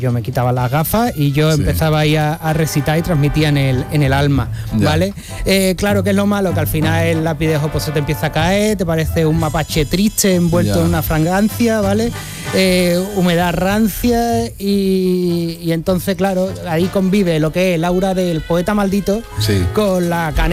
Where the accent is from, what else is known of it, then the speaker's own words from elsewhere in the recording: Jerez de la Frontera, Andalusia, Spain; now in San Juan de Aznalfarache, Spain; Porque soy padre primerizo y San Juan de Andafarache está muy lejos de Jerez de la frontera cuando tiene un niño de un año.